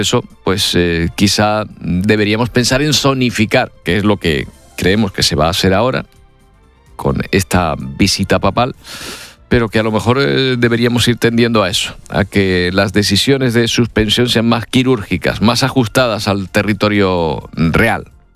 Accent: Canary Islands, Spain; No somos en Canarias un bloque uniforme

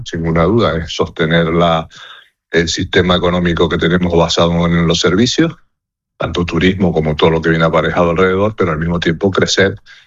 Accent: Canary Islands, Spain; somos el destino europeo más lejano prácticamente que hay

